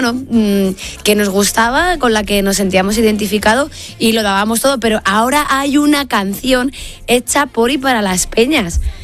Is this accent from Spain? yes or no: yes; Castile and León, Spain; Mi pueblo está en Meganzones.